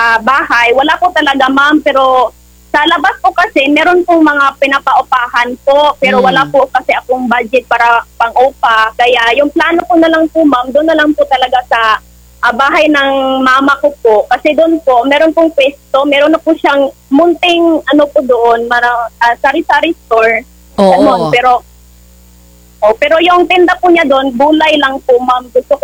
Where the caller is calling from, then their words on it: Las Nieves, Caraga, Philippines; dito sa amin sa Las Nieves po, ma'am.